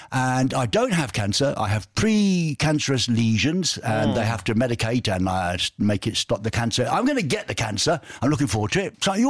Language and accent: English; England, United Kingdom; Well, I said, don't bother giving me any stuff. You know, I'm an Englishman. I can take it.